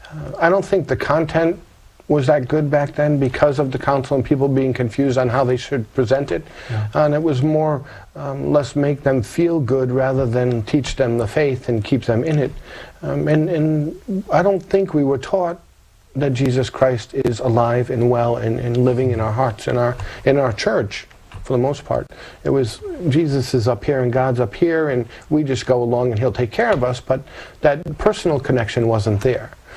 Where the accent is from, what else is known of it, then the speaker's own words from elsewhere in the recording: Rhode Island, United States; Well, I was brought up Catholic in Rhode Island, one of five children of my parents